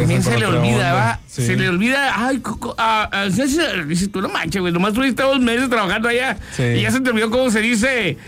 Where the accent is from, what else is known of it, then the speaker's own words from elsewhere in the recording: Guaymas, Sonora, Mexico; born there; now in Hermosillo, Mexico; yo soy de Guaymas, pero pues yo habito aquí, o sea, ya tengo rato aquí.